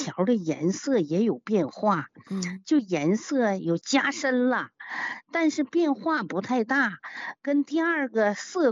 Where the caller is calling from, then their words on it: Jilin, China; 哎，我是吉林的听众。